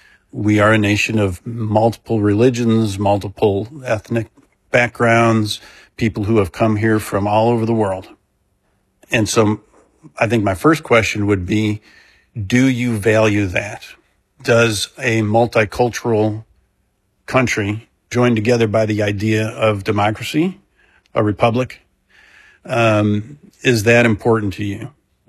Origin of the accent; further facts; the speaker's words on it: Oak Lawn, Illinois, United States; I grew up in Oak Lawn, and my high school was a Catholic preparatory seminary on the south side of Chicago